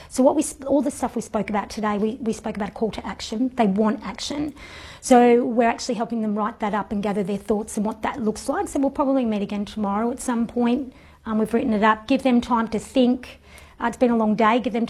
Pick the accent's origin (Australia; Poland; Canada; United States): Australia; Melbourne, Victoria; So I'm from Melbourne